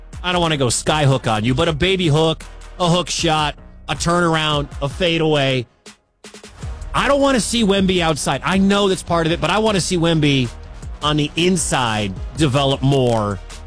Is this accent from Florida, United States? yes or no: no; Michigan, United States; I'm in Big Ten country. I'm from Michigan. Go Blue.